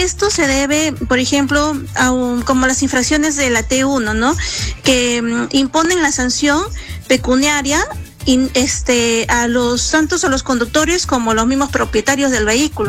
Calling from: Lima, Peru; de San Martín de Porres.

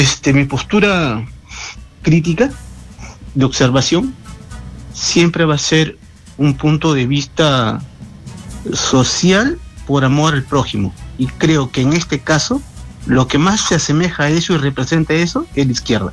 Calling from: Lima, Peru; de Los Olivos.

